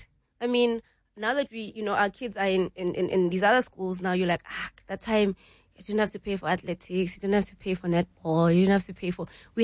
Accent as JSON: {"language": "English", "town": "Alexandra", "region": "Gauteng", "country": "South Africa", "tie": "born or raised there"}